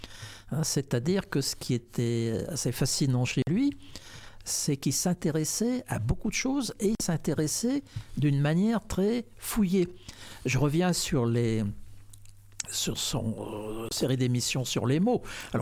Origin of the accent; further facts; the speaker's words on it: Auvergne-Rhône-Alpes, France; moi je suis issu du Dauphiné, du sud du département de l'Isère, donc c'est un peu plus haut, mais c'est quand même plus méridional que cette région.